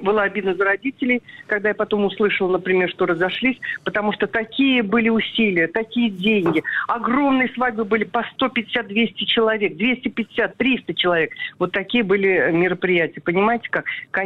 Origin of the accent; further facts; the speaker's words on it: Russia; Я татарка. Понимаете? У нас это не принято. У нас другая культура в этом отношении.